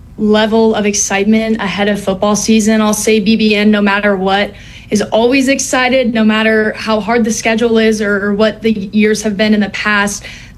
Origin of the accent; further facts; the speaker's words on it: Austin, Texas, United States; this also has to do with the fact that I'm from Austin